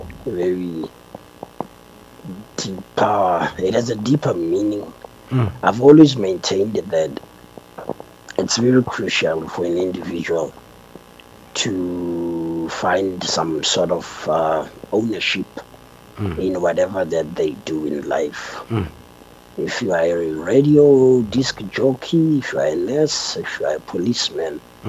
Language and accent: English; Gauteng, South Africa; also born or lived in Limpopo; I'm a Gauteng individual. I'm not really from Limpopo. So I came back home.